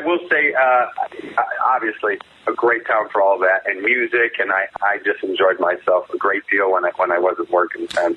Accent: Cleveland, Ohio, United States; I'm from Cleveland, and you can ask Kelce brothers how hard it is to go against your own town.

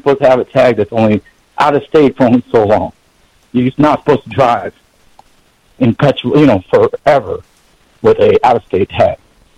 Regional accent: Wilmington, North Carolina, United States; well, I'm from Wilmington, North Carolina, where the states are free. This is the city where the Civil War ended.

